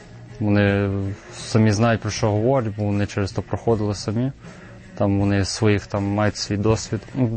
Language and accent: Ukrainian; Canada; moved away as an adult; now in Ukraine; Я виріс в Канаді, я там жив майже ціле своє життя. До війни я був студентом університету Торонто.